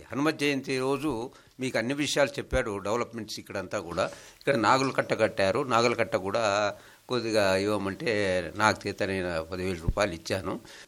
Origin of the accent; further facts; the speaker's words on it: Andhra Pradesh, India; moved away; also born or lived in Anantapur; Native place మా స్వగ్రామం వచ్చేసి నాయనపల్లి గ్రామము.